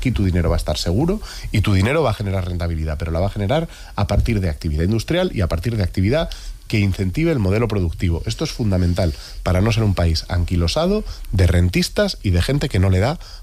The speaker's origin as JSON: {"language": "Spanish", "town": "Madrid", "region": "Community of Madrid", "country": "Spain", "tie": "born or raised there"}